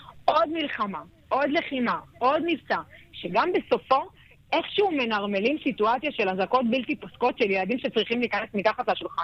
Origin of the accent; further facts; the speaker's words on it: Kiryat Shmona, North, Israel; ואני נולדתי וגדלתי בקריית שמונה, ואני מחוברת לעיר ומחוברת לתושבים שלה.